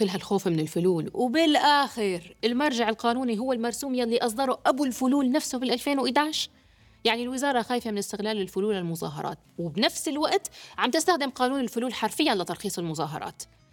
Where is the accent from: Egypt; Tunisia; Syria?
Syria; مشان هيك بنتمنى كسوريين يجتمع بقى مجلس الشعب